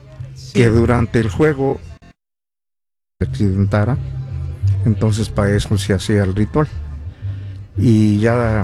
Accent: Magdalena Jaltepec, Oaxaca, Mexico; now in Fresno, United States; los primeros jugadores de mi pueblo, de Magdalena, Jaltepec, que llegaron aquí a, que emigraron a, aquí a California.

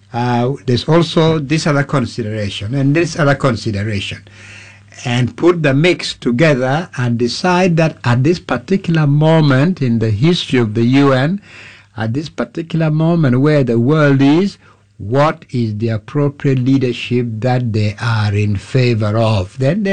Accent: Uganda; So really, yes, I'm from Uganda, very proud to be from Uganda. I'm from Africa.

